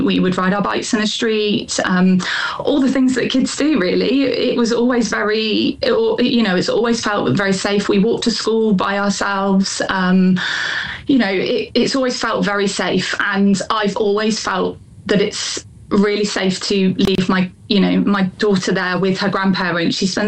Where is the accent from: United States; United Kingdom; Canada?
United Kingdom; Ambrosden, South East England; Yeah, so I grew up in Ambrosden, which is where my parents live. It's one of the neighbouring villages to the site.